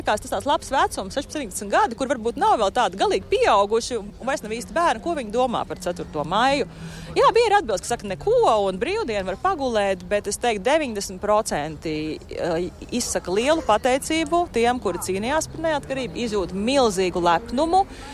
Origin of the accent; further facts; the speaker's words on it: Riga, Latvia; es esmu no Rīgas, es braukāju 3 reizes nedēļā uz Tukumu